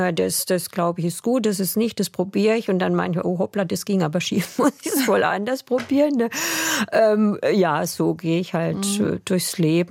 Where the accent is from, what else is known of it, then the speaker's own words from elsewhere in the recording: Baden-Württemberg, Germany; accent: Alemannic; Also ich rede ja eigentlich alemannischen Dialekt, und ich konnte wirklich total schlecht Hochdeutsch.